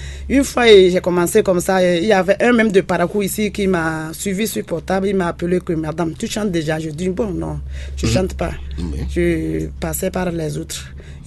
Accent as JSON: {"language": "French", "country": "Togo", "said": "Je viens du Togo. Mm-hmm. Togo Nokara."}